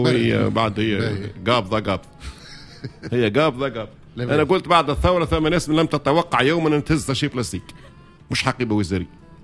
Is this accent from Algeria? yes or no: no; Tunisia; إنه قداش فرح اللي أنا تونسي.